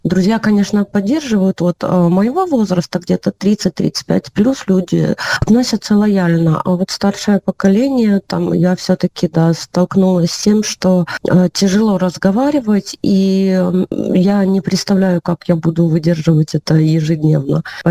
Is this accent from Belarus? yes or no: yes; Belarus; moved away as an adult; now in Ukraine; я старалась не говорить людям, что я белоруска